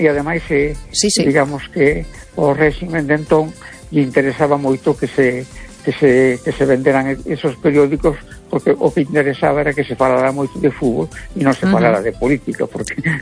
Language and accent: Galician; Galicia, Spain; E como galego, pois a mín me gusta o Deportivo, me gusta o Celta, ¿verdad?